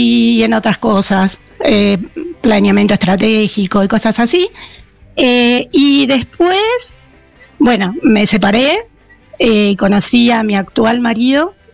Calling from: El Bolsón, Río Negro, Argentina; Desde la República del Bolsón.

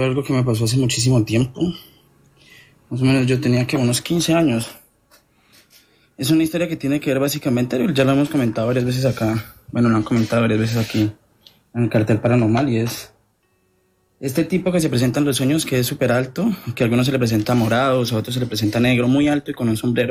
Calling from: Villavicencio, Meta, Colombia; Yo me comunico en la ciudad de Villavicencio.

